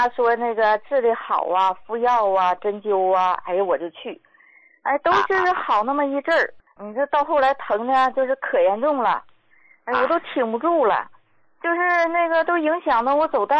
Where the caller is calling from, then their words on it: Shaanxi, China; 我是陕西人，然后我今年72了。